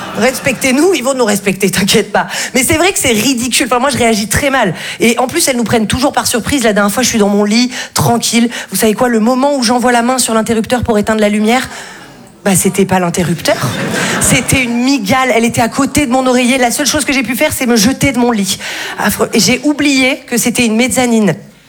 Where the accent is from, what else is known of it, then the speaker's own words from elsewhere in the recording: Val-de-Blore, Provence-Alpes-Côte d'Azur, France; moi, je viens d'un tout petit village qui s'appelle Val-de-Blore. C'est sublime, mais alors il faut pas du tout se faire mal là-bas, parce que si tu veux aller aux urgences, il faut faire 2 heures de route.